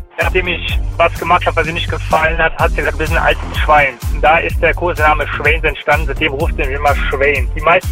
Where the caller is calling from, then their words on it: Longkamp, Rhineland-Palatinate, Germany; Ich komme aus dem Hunsrück in Longkamp.